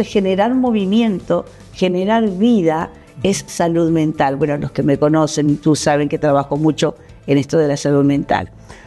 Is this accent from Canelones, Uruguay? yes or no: yes; Canelones, Uruguay; es lo que somos los canarios, lo que hacemos los canarios.